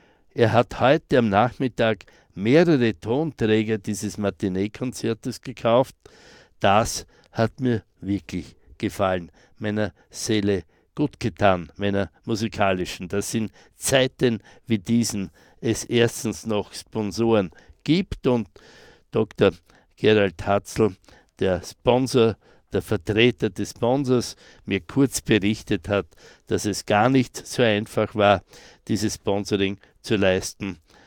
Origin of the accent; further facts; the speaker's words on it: Styria, Austria; Ich komme aus der Südsteiermark